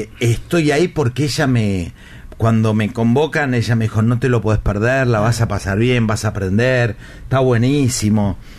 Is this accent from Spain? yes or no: no; Italy; Yo soy italiano.